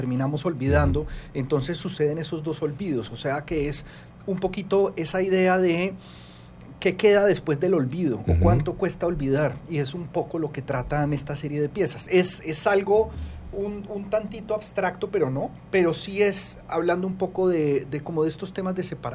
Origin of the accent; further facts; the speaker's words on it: Medellín, Antioquia, Colombia; yo soy de Medellín, en Antioquia